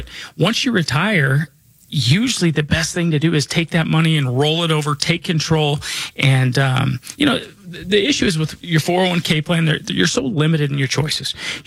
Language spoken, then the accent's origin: English; Denver, Colorado, United States; I was born and raised here in Denver.